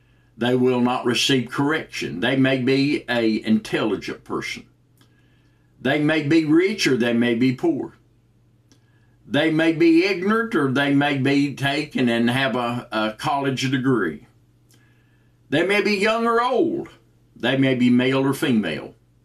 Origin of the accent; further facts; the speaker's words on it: United States; born there; I'm grateful and honored that I was born in America